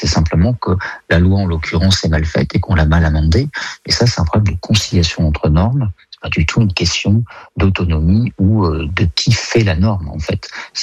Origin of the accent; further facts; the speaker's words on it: Auvergne-Rhône-Alpes, France; Moi, je vous dis, je suis auvergnat, ma grand-mère parlait occitan